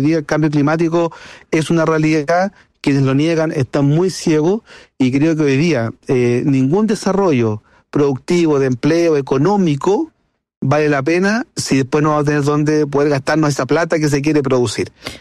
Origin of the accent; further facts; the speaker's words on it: Concón, Valparaíso, Chile; yo nací en Concón cuando Concón era parte de Viña del Mar. Ya. Éramos una delegación.